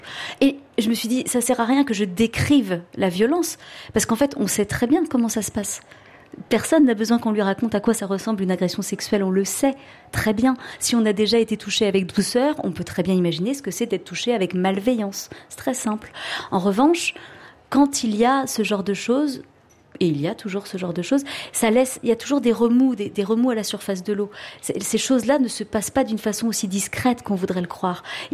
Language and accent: French; Brittany, France; C'est pas ma culture, parce que je suis une bretonne.